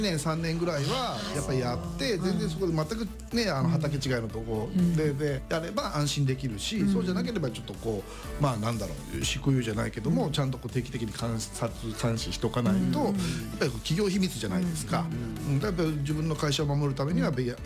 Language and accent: Japanese; Shikoku, Japan; 僕四国の出身なんだけども